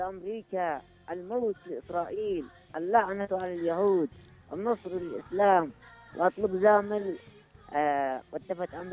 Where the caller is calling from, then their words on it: Yemen; نحن شعب يمني قوي